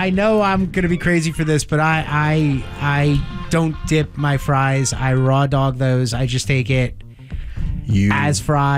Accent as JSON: {"language": "English", "country": "United States"}